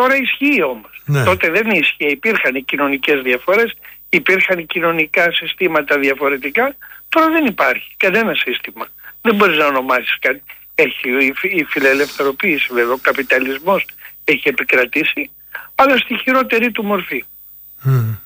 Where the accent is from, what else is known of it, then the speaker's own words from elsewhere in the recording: Athens, Attica, Greece; born there; Όχι, εγώ έχω γεννηθεί στην Αθήνα.